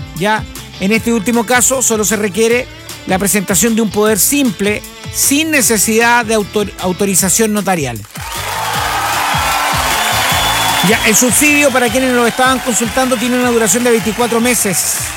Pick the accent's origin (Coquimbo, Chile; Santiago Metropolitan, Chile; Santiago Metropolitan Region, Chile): Coquimbo, Chile; La Serena; Me mandaron una foto de la avenida Francisco Aguirre con llovizna. ¡Pucha, qué linda mi tierra!